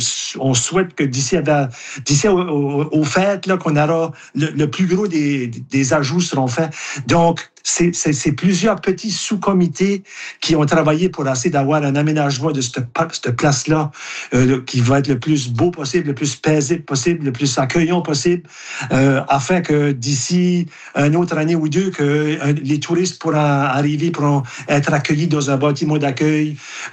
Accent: Saint-Louis-de-Kent, New Brunswick, Canada; chez nous, à Saint-Louis-de-Kent

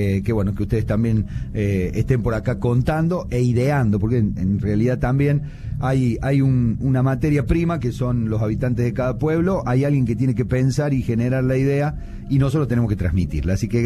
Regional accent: Córdoba, Argentina; te puedo decir, orgulloso, soy cordobés, obviamente

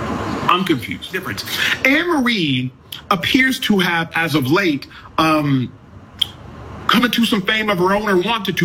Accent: Nigeria; because obviously I'm Nigerian.

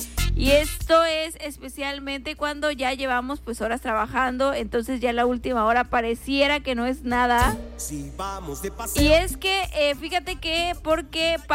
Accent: Mexico

